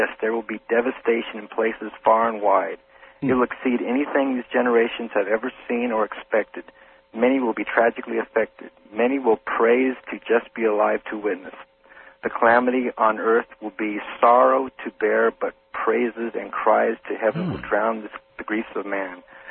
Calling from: Phoenix, Arizona, United States; Phoenix, Arizona.

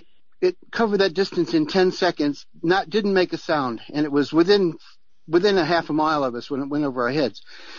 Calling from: Nelson, New Zealand; from Nelson, New Zealand.

